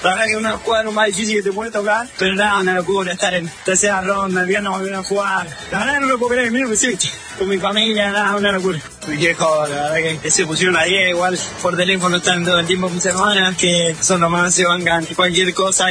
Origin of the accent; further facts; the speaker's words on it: Argentina; vivir esto en este ambiente como argentino